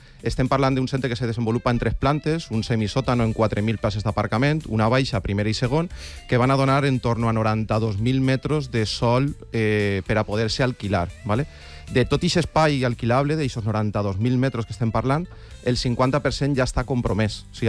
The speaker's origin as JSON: {"language": "Catalan", "town": "Torrent", "region": "Valencian Community", "country": "Spain", "said": "Per a qui no se situa, que no siga d'ací de València, jo soc de Torrent i me queda molt propet"}